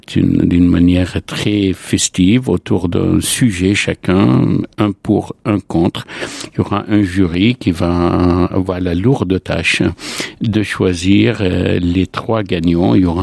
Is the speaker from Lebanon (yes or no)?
yes; Lebanon; moved away as an adult; now in France; je suis né au Liban, j'ai grandi au Liban. Et je suis venu à France à l'âge de 23 ans.